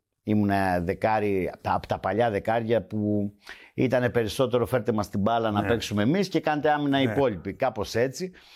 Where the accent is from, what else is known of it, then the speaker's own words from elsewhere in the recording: Heraklion, Crete, Greece; Στην πλατεία, στα Καμίνια, εκεί στην Αγία Βαρβάρα, ναι, εκεί που μεγάλωσα, ναι, παίζαμε μπάλα.